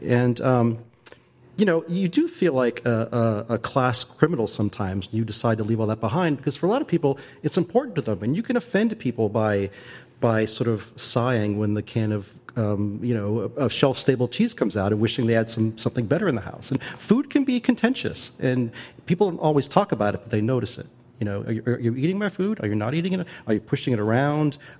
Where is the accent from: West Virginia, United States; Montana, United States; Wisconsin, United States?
West Virginia, United States; Charleston; You know, I grew up in Charleston, West Virginia, and we lived in the suburbs.